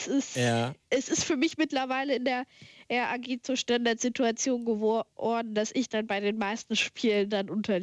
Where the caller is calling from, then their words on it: Hanover, Lower Saxony, Germany; Ich komme aus Hannover und rufe auch von dort gerade an.